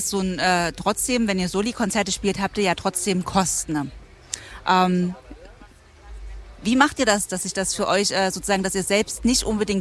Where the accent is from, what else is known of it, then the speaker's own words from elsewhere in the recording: Chemnitz, Saxony, Germany; ich komme aus Chemnitz und bin mit dem Splash-Festival groß geworden.